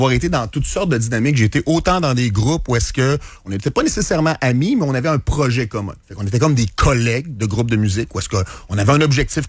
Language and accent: French; Rivière-du-Loup, Quebec, Canada; now in Quebec City, Canada; Je suis déménagé parce que moi, je viens du Bas-Saint-Laurent. Je viens de Rivière-du-Loup.